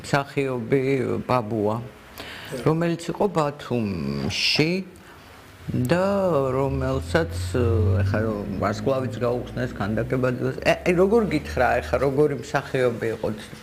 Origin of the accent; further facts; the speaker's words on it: Tbilisi, Georgia; ფიქრის გორაზეც მქონდა სახლი